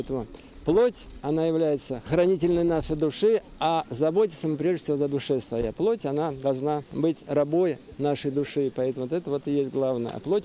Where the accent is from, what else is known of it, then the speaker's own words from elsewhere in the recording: Tver Oblast, Russia; Тверской губернии. Никогда не думал, что сюда попаду.